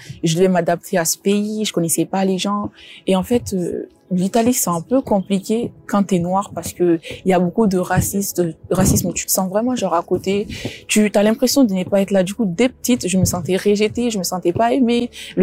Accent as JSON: {"language": "French", "country": "Guinea", "tie": "born there", "said": "Je suis d'origine guinéenne, je viens d'une famille musulmane très très pratiquante. Du coup, je suis née en Guinée."}